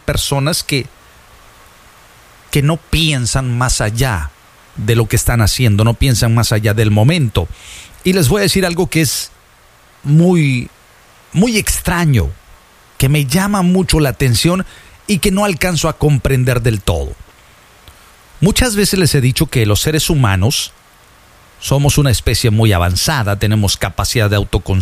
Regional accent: Tehuitzingo, Puebla, Mexico; Pico, esas personas de Puebla son mis vecinos. Yo soy de Tehuitzingo, brother.

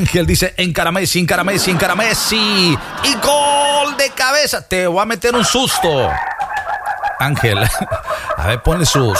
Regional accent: Mexico; born there; A los que nacimos en México nos dicen mexicanos.

